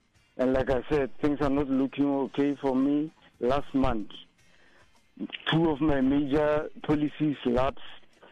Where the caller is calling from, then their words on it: South Africa; And I'm from Harangua.